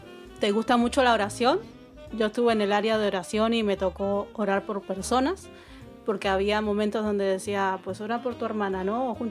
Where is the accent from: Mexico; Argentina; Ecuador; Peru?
Argentina; ¿tú de dónde eres? Yo de Argentina. Entonces, ¡wow! Y se puso muy contenta al saber que yo era de otro de otro país y ellas eran españolas.